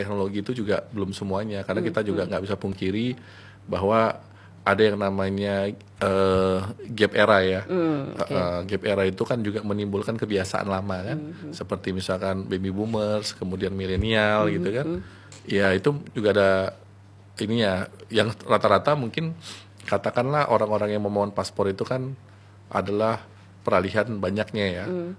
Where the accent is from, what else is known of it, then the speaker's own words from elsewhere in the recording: Medan, North Sumatra, Indonesia; moved away as an adult; now in Madura, Indonesia; Saya dari Medan.